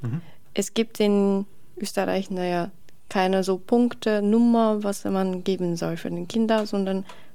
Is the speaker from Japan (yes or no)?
yes; Japan; German is a second language; now in Austria; als Japaner oder Japanerin